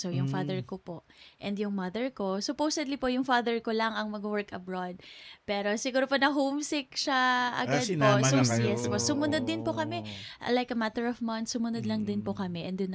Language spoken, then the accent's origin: Tagalog; Bahrain; So I grew up in Bahrain, so since beginning 1995, so 5 years old pa lang po ako. So mula kinder, elementary hanggang high school doon po talaga ako nag-aral.